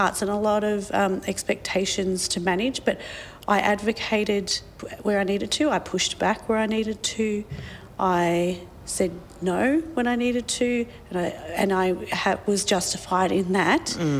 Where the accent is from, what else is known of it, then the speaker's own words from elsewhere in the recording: Victoria, Australia; I'm a Wurundjeri Jajawarang and Noorai Lamurang woman. They're three clans of the Kulin Nation, and I'm Irish, so I always acknowledge that.